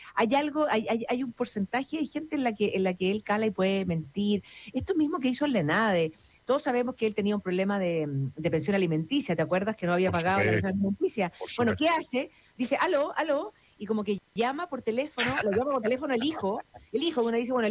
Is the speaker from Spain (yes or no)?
no; Chile; también habla de lo que somos los chilenos